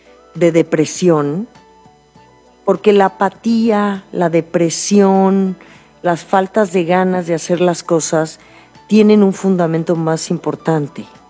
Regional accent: Mexico; Sí, así somos. Así somos los mexicanos.

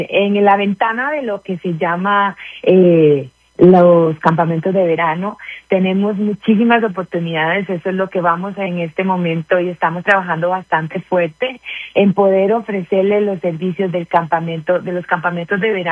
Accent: Costa Rica; accent: Costa Rican; moved away as an adult; now in Denver, United States; Mi acento es de Costa Rica y tengo acá en Estados Unidos, ya gracias a Dios, 18 años, vine a estudiar.

